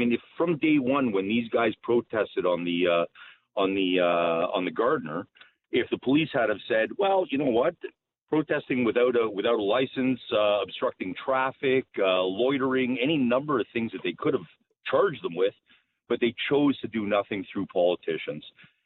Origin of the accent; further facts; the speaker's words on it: Canada; because I'm Jewish from Holocaust survivor parents, and I'm ashamed to actually say that I'm Canadian, after having served in the armed forces even here.